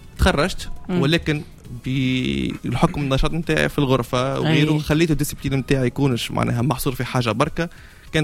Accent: Sfax, Sfax Governorate, Tunisia; born or raised there

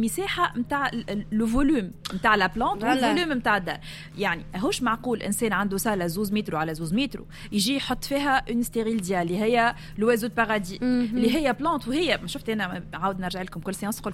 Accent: Tunisia; عندنا في تونس

